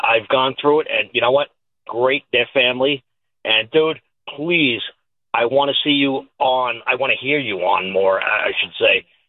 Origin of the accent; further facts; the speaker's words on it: New York City, New York, United States; I've been a Met fan since, you know, since I was born. Even growing up in the Bronx, my dad was a Dodger fan somehow.